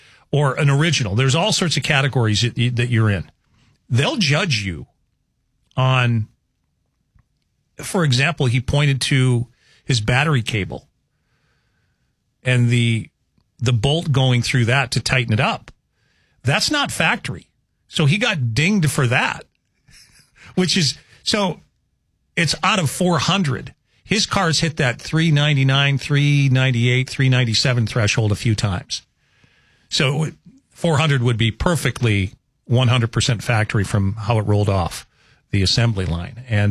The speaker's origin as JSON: {"language": "English", "town": "Conrad", "region": "Montana", "country": "United States", "tie": "born or raised there", "also_born_or_lived": "Cut Bank", "said": "But I remember as a kid growing up in Cut Bank and Conrad, Montana, if you know where that is, way up north."}